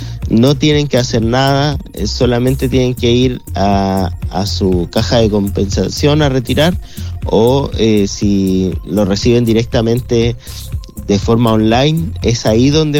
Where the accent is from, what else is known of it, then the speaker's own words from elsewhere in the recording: Chile; nosotros como chilenos